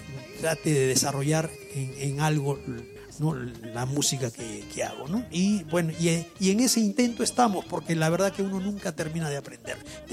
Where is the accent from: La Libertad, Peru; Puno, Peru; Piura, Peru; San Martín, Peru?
Piura, Peru; moved away; Lo que pasa es de que yo vengo de Piura en el año 81 y pues como todo provinciano, tímido, me gustaba cantar, me gustaba bailar. Ya venía de Piura siendo campeón nacional de marinera y de tondero en el Club Grau de Piura.